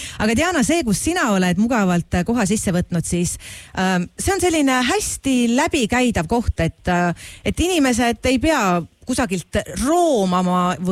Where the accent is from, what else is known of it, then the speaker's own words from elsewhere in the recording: Järva County, Estonia; ehk siis mina olen sealt lähedalt pärit